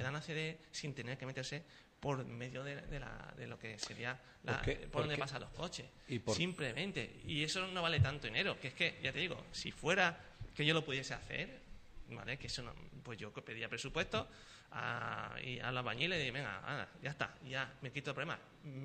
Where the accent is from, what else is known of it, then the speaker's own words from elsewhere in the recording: Sanlúcar de Barrameda, Andalusia, Spain; nosotros somos de Sanlúcar.